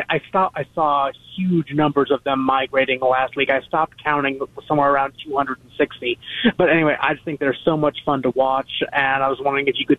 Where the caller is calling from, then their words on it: Ashland, Wisconsin, United States; I moved up to Ashland about 6 years ago